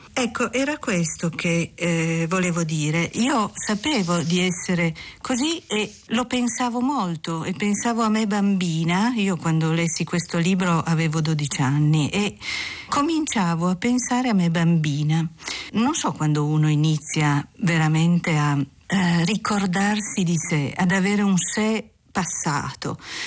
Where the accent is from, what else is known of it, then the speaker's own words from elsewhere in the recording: Turin, Piedmont, Italy; Ho 51 anni, sono nata a Torino, non mi sono mai mossa dalla mia città